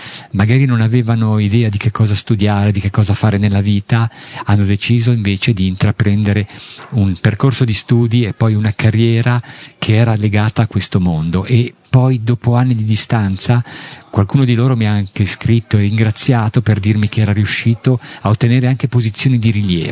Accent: Genoa, Liguria, Italy; Io a 18 anni avevo una Vespa da buon genovese

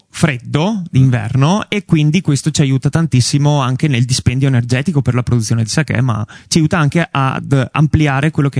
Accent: Feltre, Veneto, Italy; Io sono di Feltre

